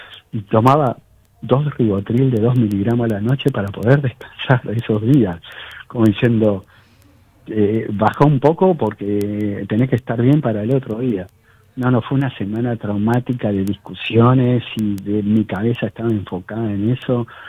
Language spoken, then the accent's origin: Spanish; Argentina; seguimos siendo los argentinos